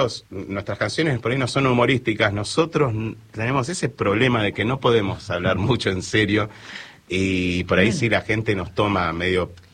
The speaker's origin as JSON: {"language": "Spanish", "region": "Buenos Aires", "country": "Argentina", "tie": "born or raised there", "said": "nosotros somos porteños, y pese a que tenemos sangre provinciana, por ejemplo, mis viejos son de Tucumán, nosotros somos porteños, nosotros nos criamos acá."}